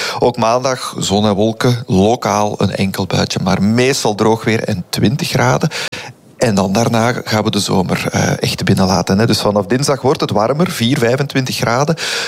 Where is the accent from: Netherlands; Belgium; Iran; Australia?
Belgium; Flemish Brabant; Nu, ik ben van Vlaams-Brabant, zou dat nog wel.